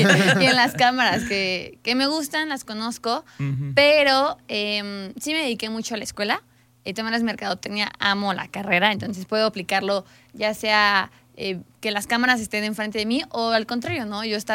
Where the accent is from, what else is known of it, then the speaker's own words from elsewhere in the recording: Mexico City, Mexico; De la Ciudad de México.